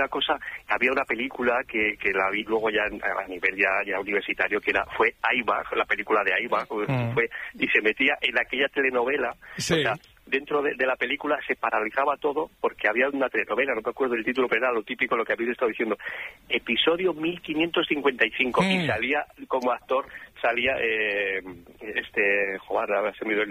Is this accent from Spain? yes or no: yes; Castile and León, Spain; Mira, estoy en Alcalá, es un culebrón ya en sí, pero yo soy de Torto del Greba, de Burgos, y te mando un saludo de nuestra tierrilla.